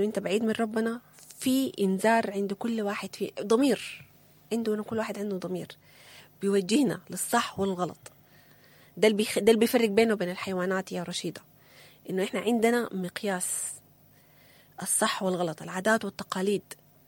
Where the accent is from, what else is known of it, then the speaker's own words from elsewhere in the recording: Sudan; احنا كسودانيين